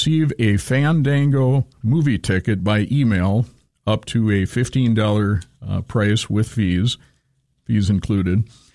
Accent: Litchfield, Minnesota, United States; I grew up in Litchfield, so that's my home country.

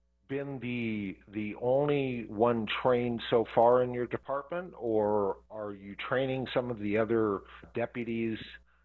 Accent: Alaska, United States; I was born and raised in Alaska

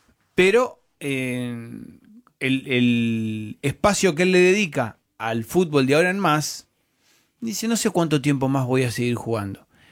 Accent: Argentina

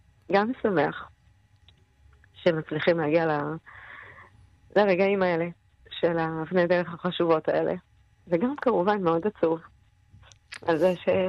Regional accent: Kfar Aza, Southern District, Israel; אנחנו בעצם ארבעה אחים, כולנו נולדנו וגדלנו בכפר עזה.

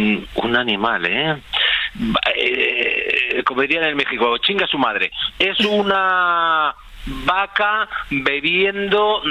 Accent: Spain; claro, yo en España, somos españoles, nadie las pasa, pero mi mujer, que era mexicana, cuando vivíamos en España le afectaba la ley de extranjería.

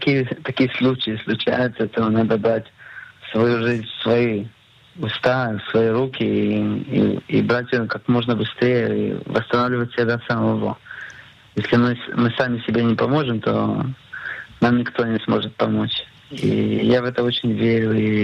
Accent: Mariupol, Donetsk Oblast, Ukraine; now in Israel; Я репатриант, и она тоже репатриантка. Я из Мариуполя, она из Севастополя.

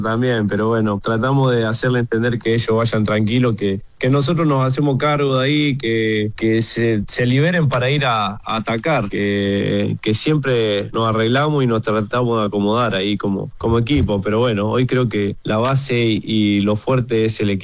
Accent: Guatimosín, Córdoba, Argentina; moved away as an adult; now in Córdoba, Argentina; Soy de Guatimosín, bueno, no sé si conocen, pueblito de 2.300 habitantes, al sur de Córdoba, como para que se guíen un poquito, cerca de Corral de Busto.

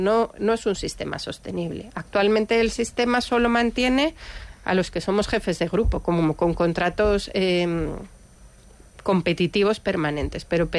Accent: Madrid, Community of Madrid, Spain; moved away as an adult; now in San Sebastián, Spain; yo soy madrileña, pero ahora ya donostiarra.

